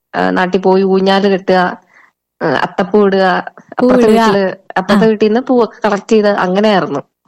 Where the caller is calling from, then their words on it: Thiruvananthapuram, Kerala, India; ഞാൻ ട്രിവാൻഡ്രത്ത് നിന്നാണ് വിളിക്കുന്നത്.